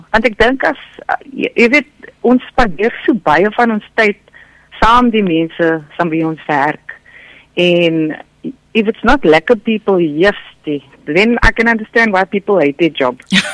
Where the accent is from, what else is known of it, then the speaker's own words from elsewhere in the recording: Western Cape, South Africa; ek is van die Kaap